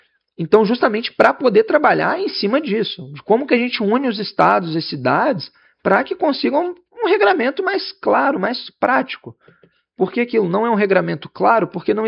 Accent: Niterói, Rio de Janeiro, Brazil; Sou um fã do Eduardo Paes, sou de Niterói, mas enfim, sou fã.

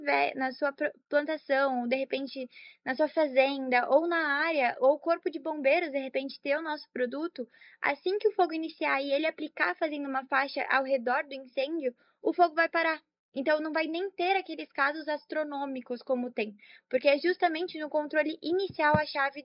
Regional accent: São Paulo, Brazil; now in Curitiba, Brazil; Eu sou de São Paulo e eu vim para cá, para Curitiba, só para fazer na PUC, porque a grade eu gostei bastante.

